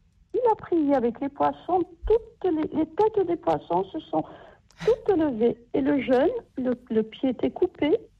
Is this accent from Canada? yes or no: no; Corsica, France; comme on disait chez nous en Corse, à church.